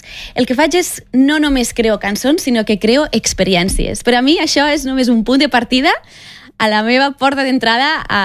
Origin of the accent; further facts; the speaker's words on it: Catalonia, Spain; catalana perquè sóc catalana, el meu cor és català, estimo la meva terra i és el que vull expressar a les meves cançons.